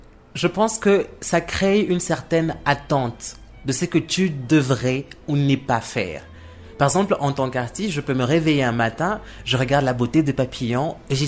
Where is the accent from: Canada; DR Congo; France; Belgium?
DR Congo; Par exemple, je suis un artiste et je vis de l'art et je suis congolais.